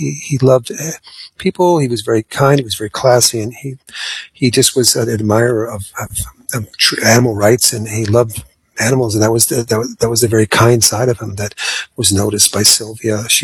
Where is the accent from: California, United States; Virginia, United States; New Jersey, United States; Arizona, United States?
California, United States; Hollywood; growing up in Hollywood, I have a tendency to like older films up until the 80s